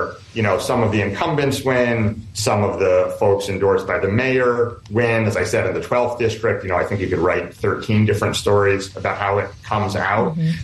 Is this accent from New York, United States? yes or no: yes; New York, United States; My hope is, as a New Yorker and as someone who really believes in representative democracy